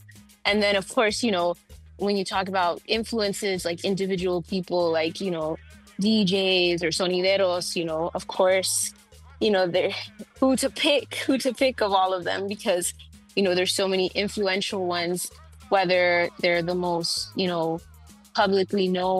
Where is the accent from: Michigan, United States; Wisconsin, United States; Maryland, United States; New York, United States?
New York, United States; New York City; And then back home in New York, where I grew up in Queens, and I grew up in an area called Elmhurst, Queens, that's really close to Jackson Heights and Corona.